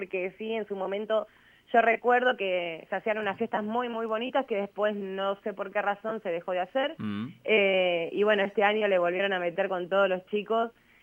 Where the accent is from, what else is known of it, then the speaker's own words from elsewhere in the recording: Coronel Pringles, Buenos Aires Province, Argentina; born there; yo nací en Coronel Pringles, o sea, la familia de mi mamá es toda eso.